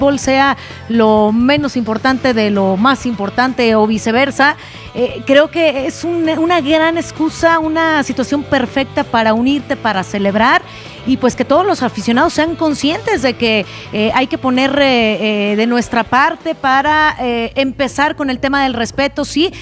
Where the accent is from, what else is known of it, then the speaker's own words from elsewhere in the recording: Mexico; un pretexto perfecto para celebrar como mexicanos